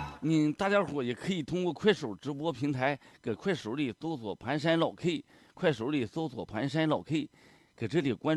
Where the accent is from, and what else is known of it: Northeast China, China